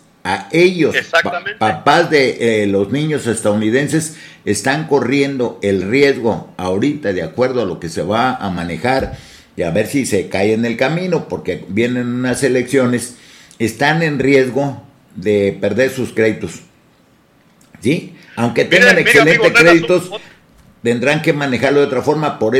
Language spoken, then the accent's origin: Spanish; Mexico; nosotros como mexicanos sentimos el guamazo